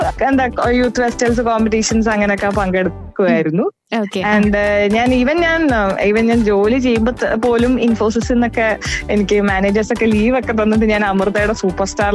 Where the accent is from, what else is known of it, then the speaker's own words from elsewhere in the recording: Alappuzha, Kerala, India; എന്റെ ആദ്യത്തെ ഗുരുനാഥൻ ആലപ്പുഴയിലെ എന്റെ നാട്ടിൽ തന്നെയുള്ള